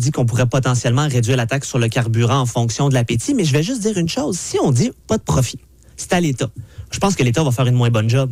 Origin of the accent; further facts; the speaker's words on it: Quebec, Canada; on a une réflexion parfois en tant que Québécois où on se dit, mon Dieu, il ne faut pas que ce soit le profit.